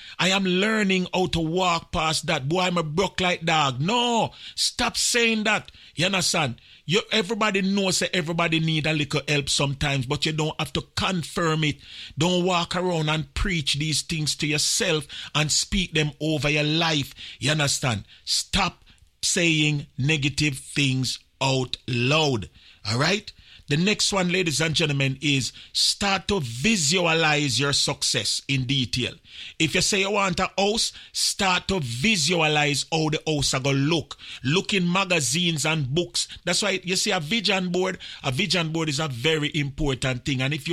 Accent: Jamaica; Because you know we as Jamaican, you know, anytime we hear somebody say England, automatically we start talking English.

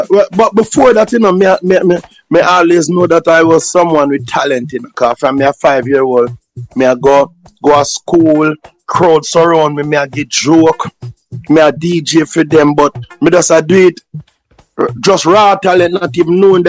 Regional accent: Kingston, Jamaica; Originally, Waterhouse, you know.

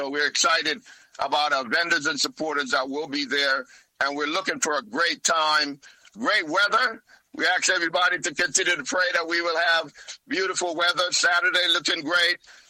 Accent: Jamaica; As Jamaican

